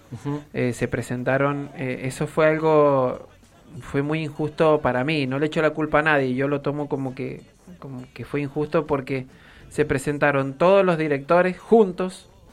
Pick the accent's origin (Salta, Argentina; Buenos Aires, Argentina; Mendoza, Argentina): Mendoza, Argentina; Pero como mendocino en la fiesta máxima